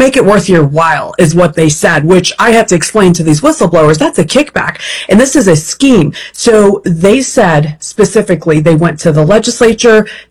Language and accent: English; Ohio, United States; I'm a taxpayer first, I'm an American first, and I'm an Ohioan first.